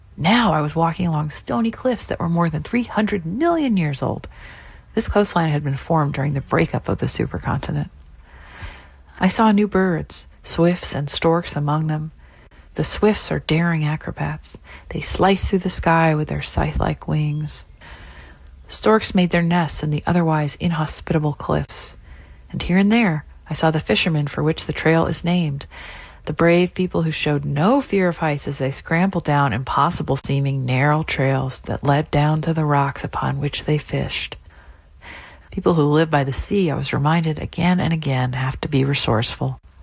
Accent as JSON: {"language": "English", "town": "Provincetown", "region": "Massachusetts", "country": "United States", "tie": "born or raised there", "said": "Growing up in Provincetown, where they'll be hosting the annual Portuguese festival, almost everyone I know except for my family had some ties back to the country."}